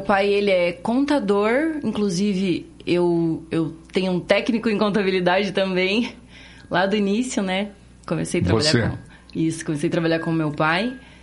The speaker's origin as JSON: {"language": "Portuguese", "town": "Curitiba", "region": "Paraná", "country": "Brazil", "tie": "born or raised there", "said": "Eu sou nascida em Curitiba, nascida e criada em Curitiba."}